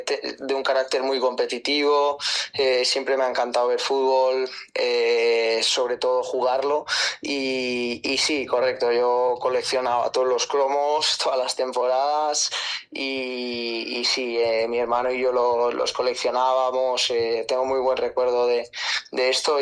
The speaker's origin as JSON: {"language": "Spanish", "town": "Puçol", "region": "Valencian Community", "country": "Spain", "said": "Yo soy de Puzol y correcto, empecé mi andadura en el fútbol en el Planter"}